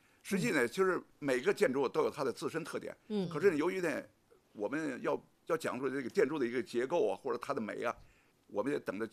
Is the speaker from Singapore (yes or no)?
no; Beijing, China; 因为我是从胡同长大的，从小，我们看的都是青砖黛瓦